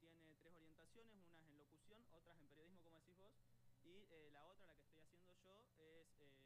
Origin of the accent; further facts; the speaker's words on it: Neuquén, Argentina; yo soy de Santa Genoveva